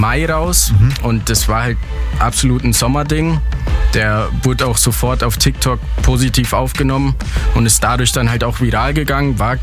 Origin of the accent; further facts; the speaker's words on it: Wendelstein, Bavaria, Germany; also wir kommen ursprünglich aus Wendelstein, wenn jetzt die wenigsten kennen.